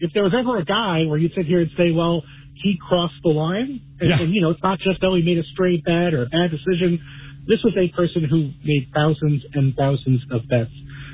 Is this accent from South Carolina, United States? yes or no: no; New York City, New York, United States; Growing up in New York City, you don't have a lot of access to golf courses in Queens.